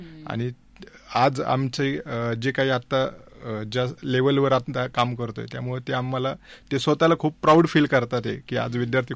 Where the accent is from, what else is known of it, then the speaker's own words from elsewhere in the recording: Ahmednagar, Maharashtra, India; मी नगरचाच आहे.